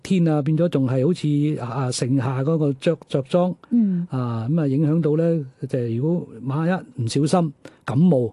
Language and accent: Cantonese; Guangzhou, Guangdong, China; accent: Guangzhou Cantonese; 因为我哋广州话有句俗语